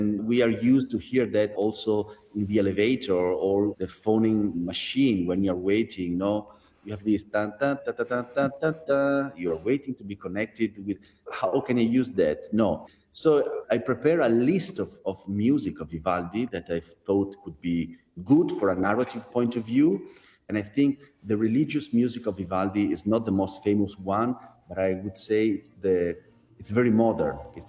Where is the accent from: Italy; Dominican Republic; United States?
Italy; Venice, Veneto; Because Venice is my hometown, I was not afraid of showing the beauty of Venice.